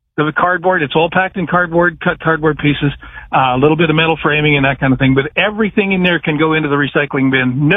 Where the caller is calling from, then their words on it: Neville, Saskatchewan, Canada; I'm calling from Neville, Saskatchewan.